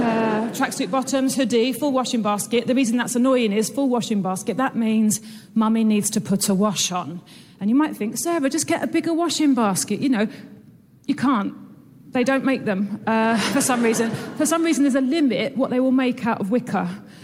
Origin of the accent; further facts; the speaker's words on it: England, United Kingdom; I'm here from England.